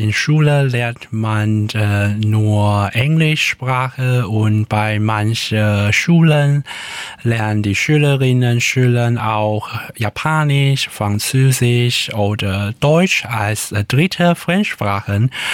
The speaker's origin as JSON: {"language": "German", "country": "Taiwan", "accent": "Taiwanese Hokkien", "first_language": "Taiwanese Hokkien", "second_language": "German", "moved": "yes", "said": "meine Familie sprechen Taiwanesisch, also Fukien und es gibt so viele unterschiedliche Aussprache, wie zum Beispiel Wasser auf Mandarin ist Shui, aber auf meinem Dialekt Hokkien ist Zui."}